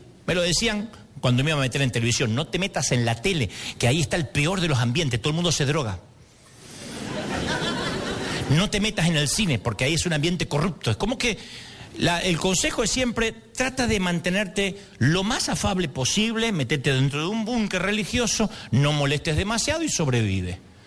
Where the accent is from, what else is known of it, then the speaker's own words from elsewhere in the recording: Argentina; yo estaba en Televisión Nacional en mi país, en Argentina